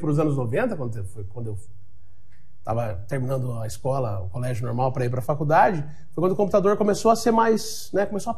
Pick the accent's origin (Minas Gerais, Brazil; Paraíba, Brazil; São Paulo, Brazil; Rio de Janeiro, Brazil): São Paulo, Brazil; Assis; also born or lived in Maringá; Sou assisense, nasci em Assis, 1975. Ó, 51 anos.